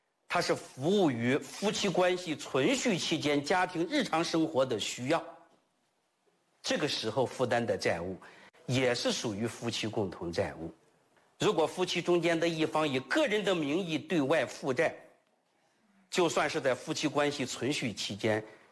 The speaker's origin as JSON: {"language": "Chinese", "country": "China"}